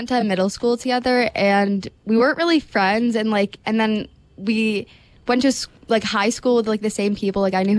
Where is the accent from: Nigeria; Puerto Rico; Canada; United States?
Canada; Toronto, Ontario; moved away as an adult; now in Halifax, Canada; I'm from Toronto